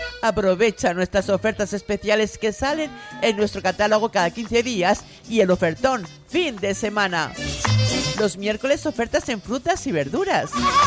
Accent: Canary Islands, Spain; aquí todos somos españoles, canarios y españoles

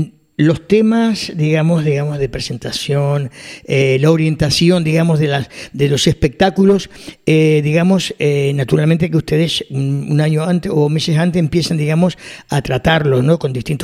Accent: Argentina; now in Carrizal, Spain; Bueno, yo soy argentino, entonces vivo en Carrizal

